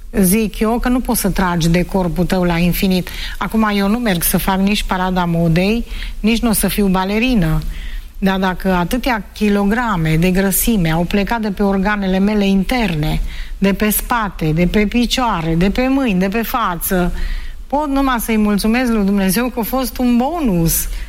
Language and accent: Romanian; Romania; noi suntem români